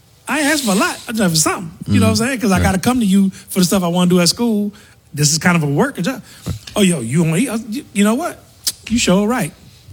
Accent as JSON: {"language": "English", "town": "Lake Charles", "region": "Louisiana", "country": "United States", "tie": "born or raised there", "also_born_or_lived": "Eunice / Kinder", "said": "But I'm Lake Charles is what I call home. Right. Because that's where I spent my adult life from 11 years old until"}